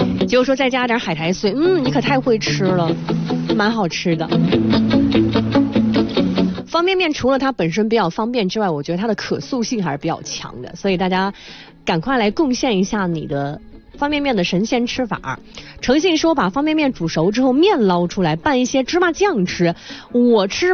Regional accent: Xinjiang, China; 是的呢，我是新疆的。

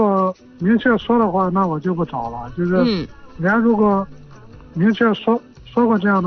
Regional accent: Linyi, China; now in Yanhu District, Yuncheng, China; 老家是临沂的。

